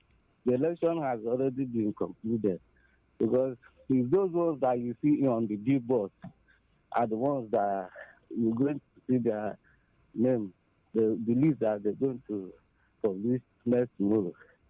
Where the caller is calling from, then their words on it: Nigeria; I'm from Isuzu.